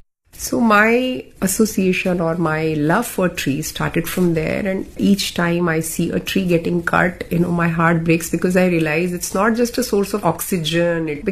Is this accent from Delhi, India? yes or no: yes; Delhi, India; Yeah, Delhi. I grew up in Delhi. This was the Delhi of the 80s.